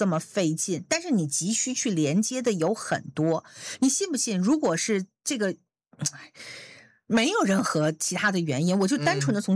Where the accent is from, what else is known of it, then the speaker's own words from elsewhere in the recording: China; now in New Zealand; 当然我作为一个中国人，我是非常骄傲的